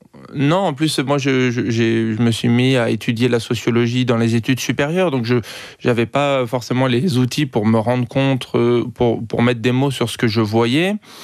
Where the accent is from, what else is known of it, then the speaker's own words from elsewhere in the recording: Île-de-France, France; born there; suis né en banlieue française, mais dans la banlieue favorisée, autour de Paris, il y a des départements plus modestes que d'autres. Et moi, je suis né dans les Hauts-de-Seine, dans une grande maison